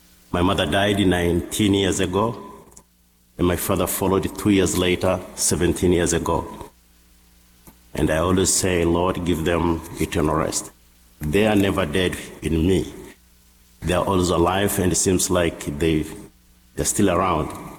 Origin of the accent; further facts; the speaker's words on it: Tanzania; English is a second language; I come from Tanzania. Tanzania is one of the Eastern African countries that was first colonized by the Germans.